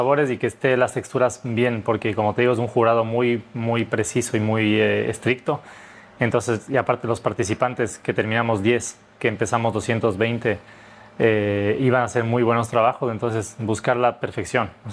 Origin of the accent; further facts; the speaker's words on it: Ecuador; now in Spain; yo soy ecuatoriano y quería dar un guiño a mi país.